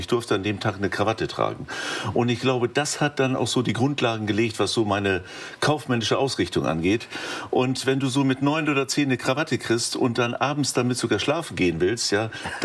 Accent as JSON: {"language": "German", "region": "Lower Saxony", "country": "Germany", "tie": "born or raised there", "said": "Und da lebt auch noch meine Mutter in unserem Elternhaus. Meine große Schwester ist da noch. Und das ist so meine Heimat, das südwestliche Niedersachsen"}